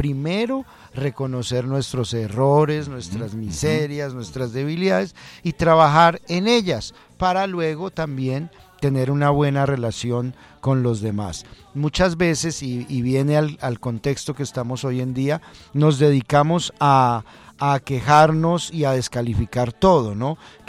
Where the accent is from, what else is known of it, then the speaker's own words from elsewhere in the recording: Colombia; ya hubo unas elecciones, pero somos los colombianos